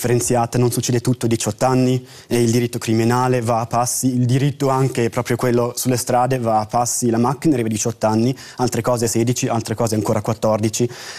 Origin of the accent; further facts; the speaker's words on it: Switzerland; noi come Svizzera